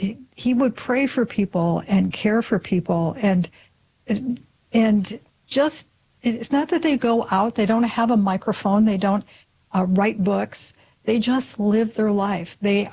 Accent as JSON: {"language": "English", "town": "Grand Rapids", "region": "Michigan", "country": "United States", "tie": "born or raised there", "said": "because I grew up in Grand Rapids, Michigan"}